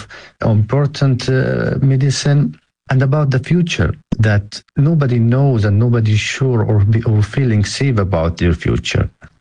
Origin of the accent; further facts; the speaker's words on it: Yemen; now in Belgium; Hi, BBC Outside Source. … from Yemen, hobbyist in Belgium. Watching what is happening in Yemen from far away is very painful for me.